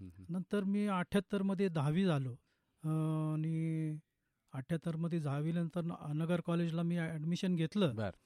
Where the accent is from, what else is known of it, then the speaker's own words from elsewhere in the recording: Bhingar, Maharashtra, India; माझं बालपण, माझा जन्म भिंगार येथे झालं.